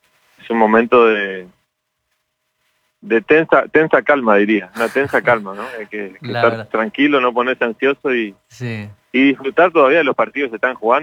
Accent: Argentina; aparte somos todos argentinos.

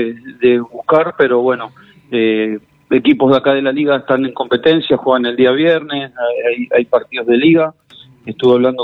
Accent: Argentina; como estamos todos los argentinos, muy eufóricos, muy ilusionados.

